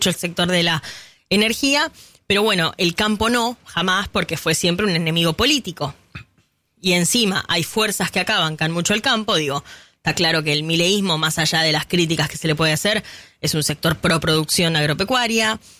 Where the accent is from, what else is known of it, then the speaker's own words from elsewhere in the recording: Carlos Tejedor, Buenos Aires Province, Argentina; los Carlos Tejedor de la vida, que saben que es mi pueblo y que yo lo amo profundamente